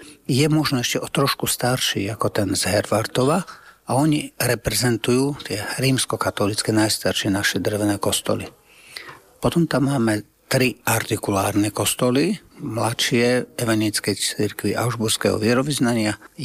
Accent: Istebné, Žilina Region, Slovakia; Ja som z Oravy, z Istebného, kde je artikulárny kostol

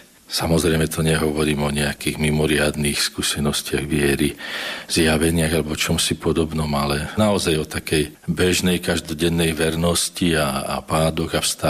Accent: Žilina Region, Slovakia; Som z Oravy a je možné, že predkovia sú z rodiska otca biskupa Vojtašáka

